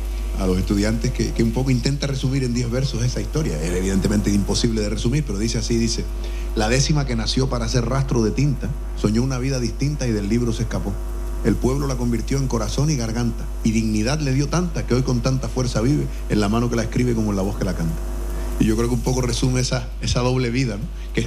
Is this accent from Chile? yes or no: no; Artenara, Canary Islands, Spain; unos compañeros míos, entre los que está José Miguel Pereira, estuvo por mi pueblo de Artenara